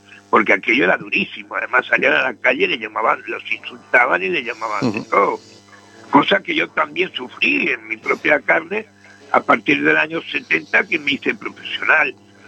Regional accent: Madrid, Community of Madrid, Spain; born there; yo cuando llegué aquí de vuelta, nací en Madrid, cuando yo llegué de vuelta aquí en el año 68

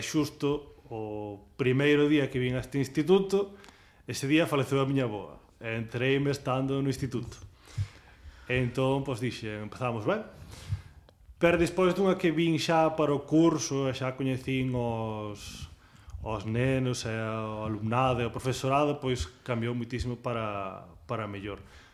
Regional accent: Laxe, Galicia, Spain; Pois eu veño de Laxa, que me trouxo aquí foi a Consellería de Educación.

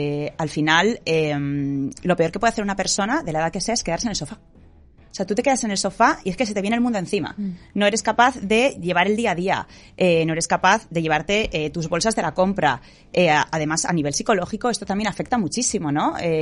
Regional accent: Basque Country, Spain; en mi tierra, en el País Vasco

